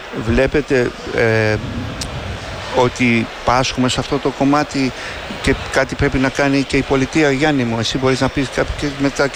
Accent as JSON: {"language": "Greek", "area": "Kasos", "region": "South Aegean", "country": "Greece", "said": "Εγώ είμαι από την Κάζο"}